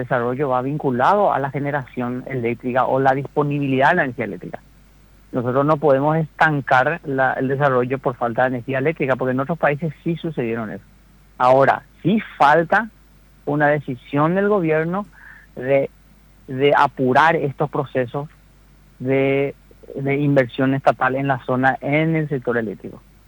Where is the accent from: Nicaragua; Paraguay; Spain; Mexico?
Paraguay; Mariscal Estigarribia, Boquerón; Yo soy de Mariscal, soy de la zona. Conozco la realidad desde niño, ¿verdad? Conozco la realidad del Chaco y su gente